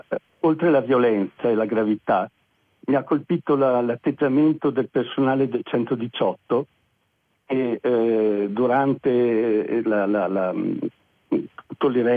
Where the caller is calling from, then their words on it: Trento, Trentino-Alto Adige, Italy; da Trento.